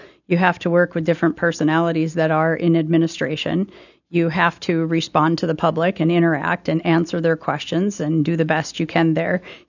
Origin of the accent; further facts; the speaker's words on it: Wahpeton, North Dakota, United States; Well, I'm originally from Wahpeton. I came here straight out of college and did more college